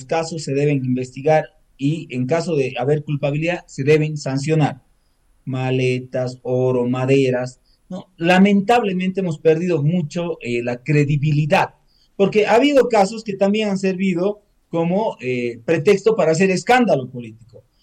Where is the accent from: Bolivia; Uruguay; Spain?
Bolivia; el gran desafío que tenemos como bolivianos